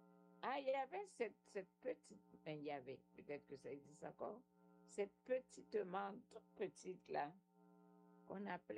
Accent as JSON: {"language": "French", "town": "Port-au-Prince", "region": "Ouest", "country": "Haiti", "said": "Mais c'est ce qu'on faisait chez nous à Port-au-Prince quand mon père arrivait de Miragouane."}